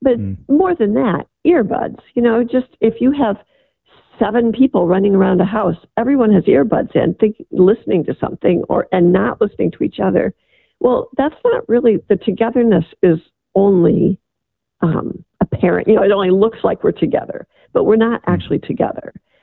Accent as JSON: {"language": "English", "region": "Midwest", "country": "United States", "tie": "born or raised there", "said": "I grew up in the Midwest."}